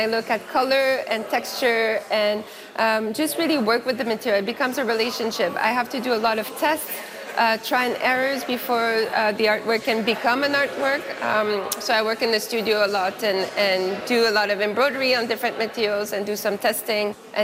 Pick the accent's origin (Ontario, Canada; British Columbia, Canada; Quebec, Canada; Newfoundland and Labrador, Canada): Quebec, Canada; Aylmer; I grew up partly in Elmer, Quebec, so just on the other side of the river from the National Gallery. I used to come to Ottawa all the time. This is my place. This is where I grew up.